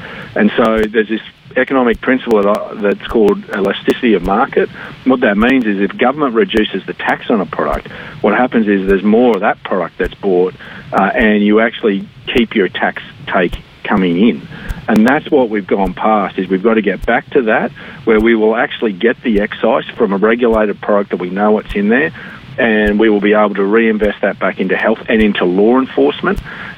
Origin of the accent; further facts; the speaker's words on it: Dalby, Queensland, Australia; my hometown Dalby